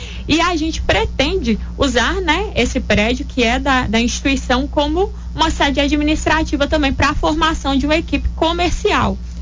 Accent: Montes Claros, Minas Gerais, Brazil; Eu saí de Montes Claros é a 533 quilômetros aqui, pessoal, para buscar uma melhoria, né?

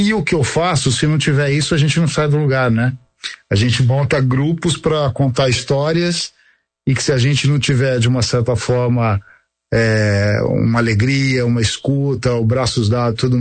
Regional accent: São Paulo, Brazil; born there; Eu nasci aqui, coloco minha obra em São Paulo e eu sou muito apaixonado e encantado por essa cidade.

